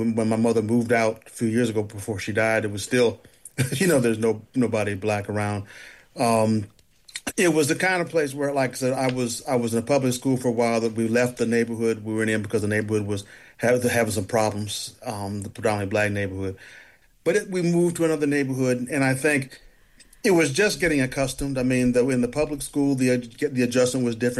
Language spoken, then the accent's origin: English; Denver, Colorado, United States; When I was actually growing up in Denver, Denver's about as white as Detroit is black.